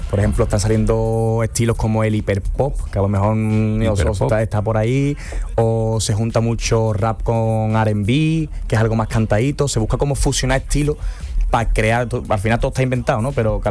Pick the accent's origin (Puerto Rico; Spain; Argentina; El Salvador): Spain; somos los primeros españoles, por lo menos que he visto yo, en hacer esa temática de vídeo